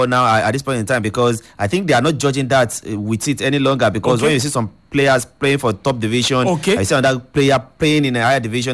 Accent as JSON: {"language": "English", "country": "Nigeria", "said": "as a Nigerian"}